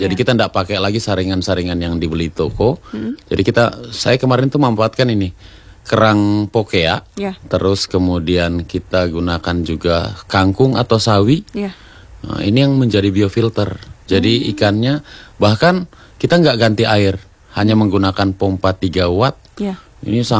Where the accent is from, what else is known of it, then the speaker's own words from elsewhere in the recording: Sulawesi, Indonesia; kalau kayak kita orang Sulawesi tidak cukup hanya dari ikan air tawar, Bu. Kita kalau belum makan ikan laut seperti belum makan kan.